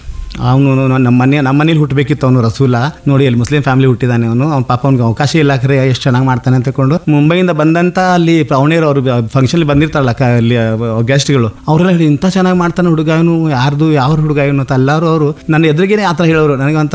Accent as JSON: {"language": "Kannada", "town": "Raibag", "region": "Karnataka", "country": "India", "tie": "born or raised there", "moved": "yes", "said": "ನಮ್ಮ ಹಳ್ಳಿ ಅಲ್ವಾ, ಅದು ರಾಯಬಾಗ ಅಂದರೆ ನಾನು ದೊಡ್ಡ ಊರಲ್ಲ, ತಾಲೂಕು ಪ್ಲೇಸ್ ಇದ್ರು ಇಟ್ಸ್ ಲೈಕ್ ಗ್ರಾಮ್ ಸ್ಟಿಲ್ ಅದು."}